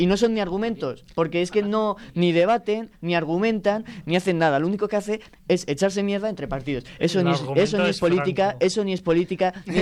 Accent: Spain; todos somos el pueblo español.

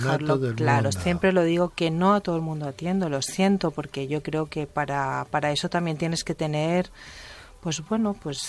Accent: Catalonia, Spain; Y soy española y soy catalana

